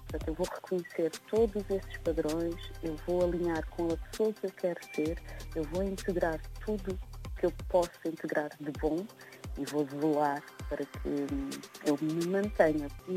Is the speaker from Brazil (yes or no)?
no; Cape Verde; Eu estive recentemente no Brasil e qualquer pessoa que eu falasse, sou de Cabo Verde, vozinha, onde é que fica?